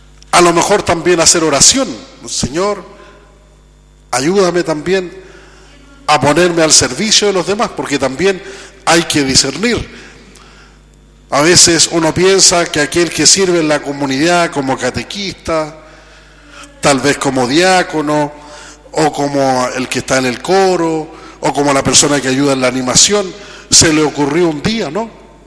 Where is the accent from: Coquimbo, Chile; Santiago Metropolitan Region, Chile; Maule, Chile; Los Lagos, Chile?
Coquimbo, Chile; Hoy día nosotros en la cuarta región tenemos un récord bien particular. Somos la zona de Chile que tiene más adultos mayores